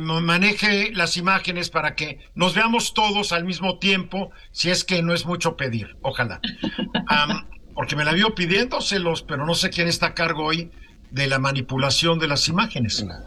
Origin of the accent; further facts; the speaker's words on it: San Miguel de Allende, Guanajuato, Mexico; Puro turista y como que me siento ajeno a mi tierra, porque como que todo está orientado a los turistas que están llegando